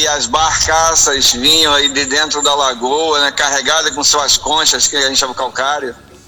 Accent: Arraial do Cabo, Rio de Janeiro, Brazil; born there; Eu tive o prazer de nascer nesse distrito maravilhoso que é Figueira.

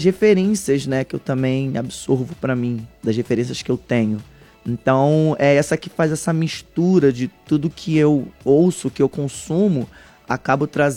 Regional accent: Niterói, Rio de Janeiro, Brazil; also born or lived in Tijuca, Rio de Janeiro; Nasci na Tijuca, mas eu morei a maior parte da minha vida em Niterói e São Gonçalo. E lá foi onde eu comecei a minha identidade musical, lá onde eu fui criado.

